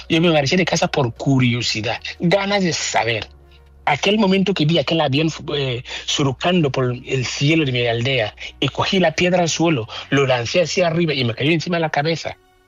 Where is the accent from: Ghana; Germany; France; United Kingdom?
Ghana; born or raised there; Spanish is a second language; now in Barcelona, Spain